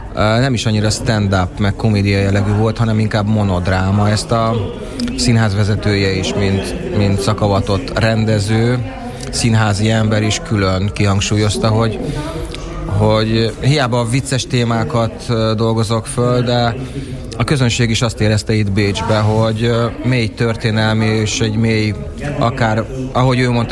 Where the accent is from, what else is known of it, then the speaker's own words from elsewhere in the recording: Budapest, Hungary; now in Austria; Érdekes, mert a legutolsó előadásom otthon Budapesten az ilyen stand-up jellegű volt